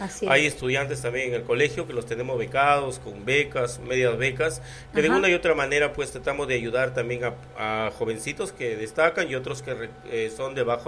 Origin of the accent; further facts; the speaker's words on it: Lambayeque, Peru; desde muy joven, yo he venido a trabajar a Túcume. Yo vengo de Caserío Los Vances.